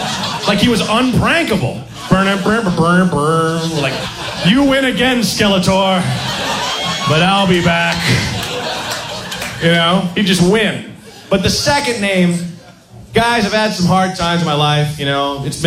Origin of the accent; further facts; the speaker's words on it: Portland, Oregon, United States; I mentioned I grew up in Portland, Oregon, and it's a great place, but... It's a weird place.